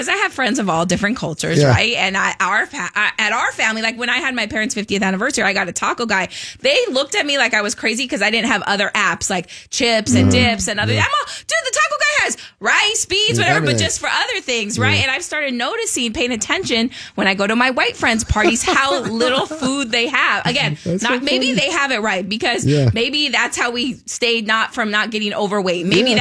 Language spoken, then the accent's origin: English; United States; So I'm Mexican American. I've born here, but I grew up in, you know, my family's Mexican, right?